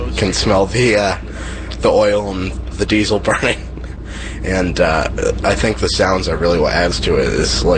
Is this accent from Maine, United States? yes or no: yes; Turner, Maine, United States; I'm from Turner, Maine, and I'm 15 years old.